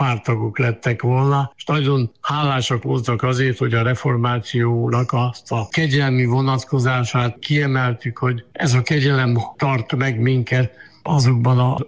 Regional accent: Lébény, Győr-Moson-Sopron, Hungary; moved away as an adult; also born or lived in Miskolc; én lébényi születésű vagyok Győr megyében.

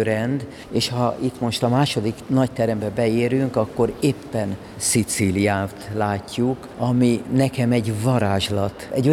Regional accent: Budapest, Hungary; egy budapesti őslakos értelmiségi családból származom

